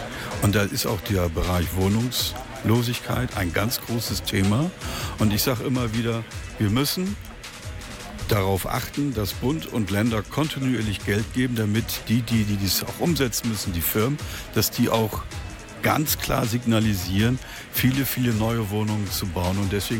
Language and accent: German; Kirchdorf, Lower Saxony, Germany; ich komme aus der Gemeinde Kirchdorf